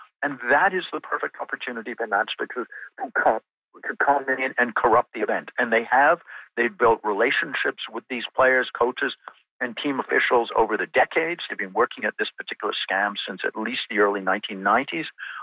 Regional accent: Canada; And it boggles my mind as a Canadian

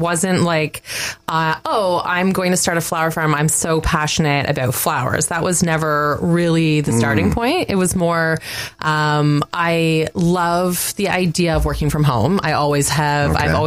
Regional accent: Haliburton, Ontario, Canada; I was born and raised here in Haliburton and lived on a beautiful farm on Ritchie Falls Road

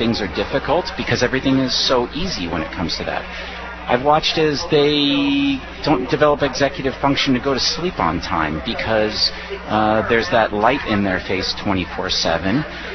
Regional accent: Alta Sierra, California, United States; I grew up in Alta Sierra. Lived on Francis Drive when I was younger, and I graduated from Bear River High School in 1997.

